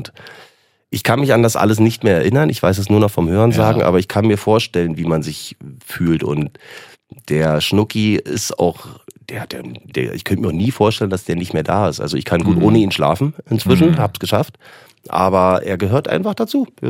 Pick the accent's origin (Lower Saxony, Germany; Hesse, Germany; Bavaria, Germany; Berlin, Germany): Berlin, Germany; also born or lived in Potsdam; In der Schweiz habe ich immer gesagt, ja, ich komme aus Berlin. Gebürtig bin ich Potsdamer. Habe einfach eine sehr, sehr, sehr, sehr, sehr lange Zeit seit meiner frühesten Jugend eigentlich in Berlin verbracht und gelebt dann später auch.